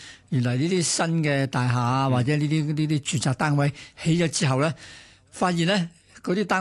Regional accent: Hong Kong; 即係我哋反映咗我哋香港人，即係呢二三十年啊，嗰個自我形象嘅爆棚。

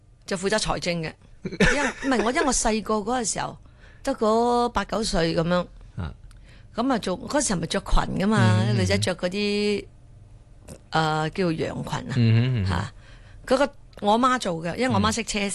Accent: Ipoh, Perak, Malaysia; moved away; 我童年就喺呢地方长大。

